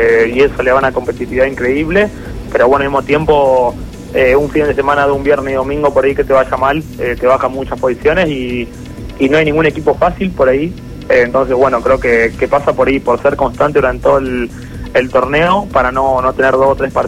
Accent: Buenos Aires, Argentina; Yo vengo de la zona de Buenos Aires, que por ahí éramos más equipos y no era tanta la paridad entre los 8 equipos.

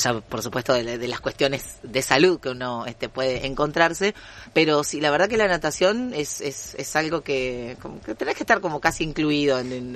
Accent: Gualeguay, Entre Ríos, Argentina; yo soy de Gualeguay y estamos atravesados por el río

